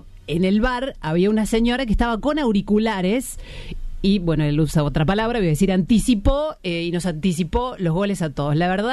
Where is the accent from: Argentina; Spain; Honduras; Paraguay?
Argentina; San Juan; Bueno, somos de San Juan, pantalla de por medio, todos mirábamos el partido.